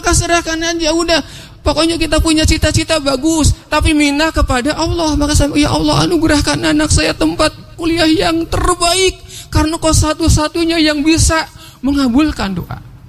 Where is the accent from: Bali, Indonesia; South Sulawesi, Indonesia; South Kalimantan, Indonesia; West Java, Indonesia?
West Java, Indonesia; Indramayu; Walaupun saya orang Indramayu, dapat beasiswa orang Bandung gitu ya, alhamdulillah.